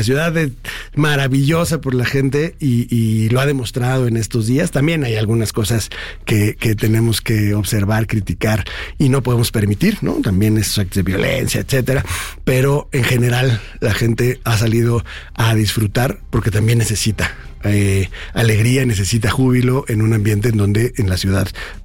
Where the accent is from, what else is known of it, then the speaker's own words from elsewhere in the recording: Mexico City, Mexico; como chilango, no hay una comparación que sirva con la Ciudad de México